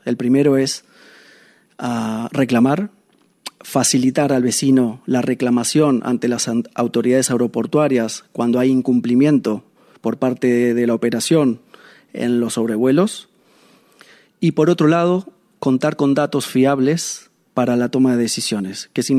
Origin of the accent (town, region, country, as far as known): Argentina